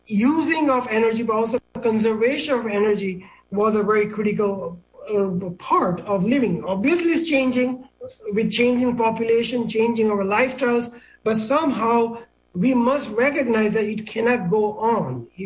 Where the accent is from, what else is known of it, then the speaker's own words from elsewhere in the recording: India; moved away; growing up in India